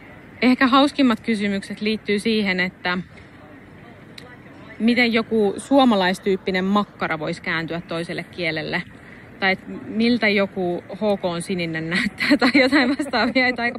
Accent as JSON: {"language": "Finnish", "town": "Valkeakoski", "region": "Pirkanmaa", "country": "Finland", "tie": "born or raised there"}